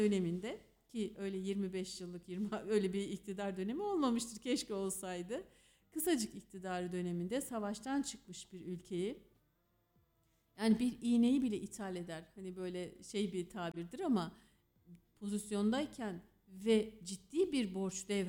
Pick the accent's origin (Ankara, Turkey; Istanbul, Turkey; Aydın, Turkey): Aydın, Turkey; Aydınlıyım, evet.